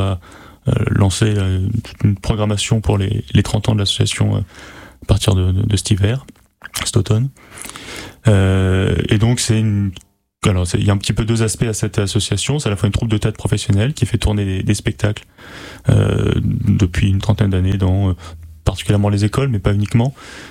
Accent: Paris, Île-de-France, France; parce que je viens de Paris à la base.

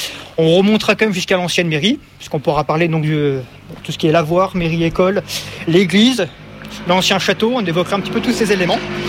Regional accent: Sanzey, Grand Est, France; parce que je suis originaire de Sanzay, donc de pas très très loin.

